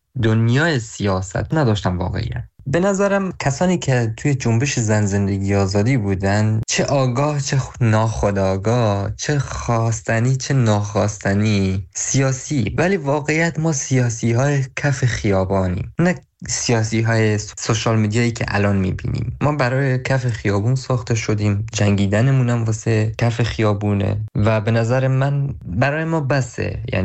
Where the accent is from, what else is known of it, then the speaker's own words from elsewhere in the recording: Saqqez, Kurdistan, Iran; moved away as an adult; من برای خودم توی هر جای دنیا باشم، بازم نمیتونم از شهر خودم سقز دل بکنم.